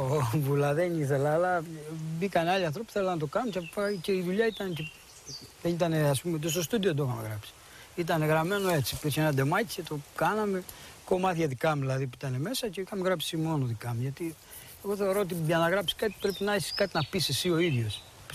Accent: Crete, Greece; born there; το χωριό μου, δηλαδή τον τόπο μου.

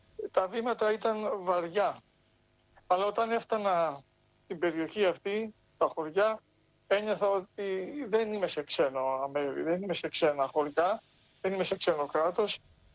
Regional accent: Ardassa, Western Macedonia, Greece; από το χωριό μου, την Άρδασα, το οποίο χωριό μου έχει και όνομα της μεγάλης πόλης, την Αργυρούπολη του Πόντου.

